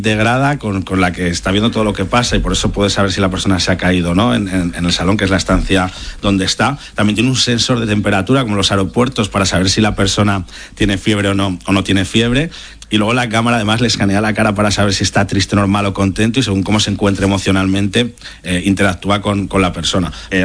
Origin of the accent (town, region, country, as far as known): Zaragoza, Aragon, Spain